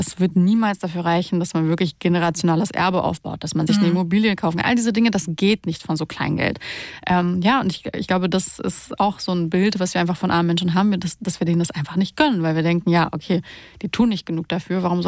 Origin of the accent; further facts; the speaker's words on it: Romania; wir kommen ja zum Teil aus Rumänien und wer sich da auskennt, weiß, dass Rumänien lange keinen Kaffee hat